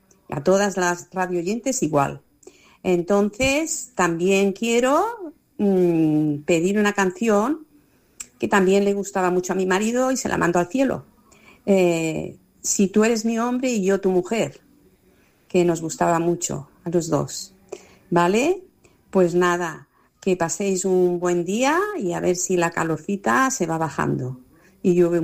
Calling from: Catalonia, Spain; del Progrés.

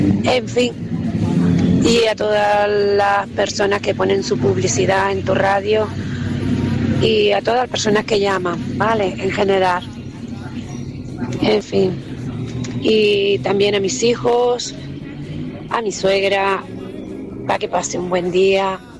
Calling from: Santa Lucía de Tirajana, Canary Islands, Spain; Hola, buenos días … de Santa Lucía.

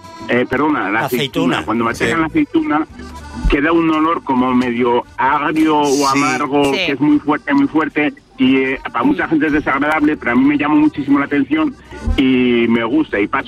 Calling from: Pamplona, Navarre, Spain; yo soy de Pamplona

